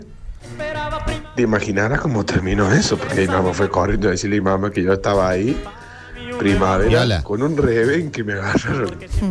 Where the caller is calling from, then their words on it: Córdoba, Argentina; Yo vivo en Barrio Los Gigantes, en las torres de Los Gigantes anexo.